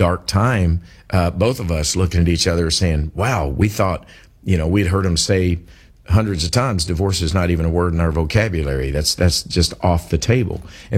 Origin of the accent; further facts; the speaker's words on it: Kentucky, United States; I am from Kentucky. You know that, Gary.